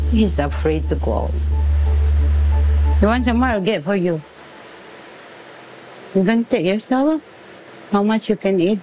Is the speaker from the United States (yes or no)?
no; Philippines; moved away as an adult; now in Singapore; I'm from Philippines, 1993. I come into Singapore, work as a domestic helper.